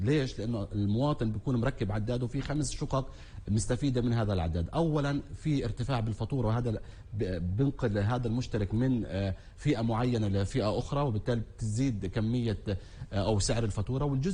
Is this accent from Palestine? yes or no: yes; Palestine; للأسف احنا كفلسطينيين بشكل عام الاحتلال، وبديش أحط دائما الاحتلال شماعة على كل الأمور